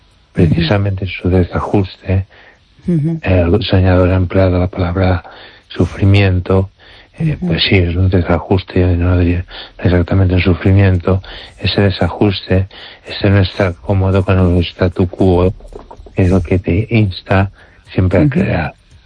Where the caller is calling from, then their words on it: Ourense, Galicia, Spain; desde Orense.